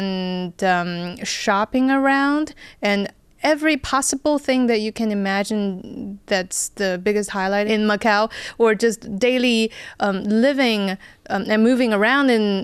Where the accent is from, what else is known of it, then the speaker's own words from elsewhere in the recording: Beijing, China; we're from Beijing.